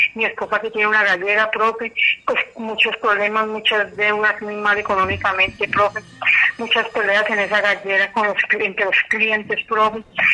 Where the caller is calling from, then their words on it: La Palma, Cundinamarca, Colombia; profe, lo estoy llamando desde La Palma, Cundinamarca